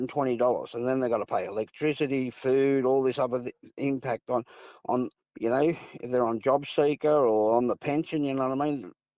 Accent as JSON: {"language": "English", "town": "Sydney", "region": "New South Wales", "country": "Australia", "tie": "born or raised there", "said": "We grew up in South Sydney, Redfern All Blacks we played for, you know what I mean?"}